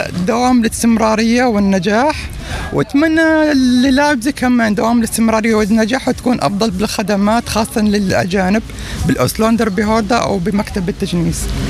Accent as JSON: {"language": "German", "country": "Syria", "second_language": "German", "moved": "yes", "said": "ich komme aus Syrien."}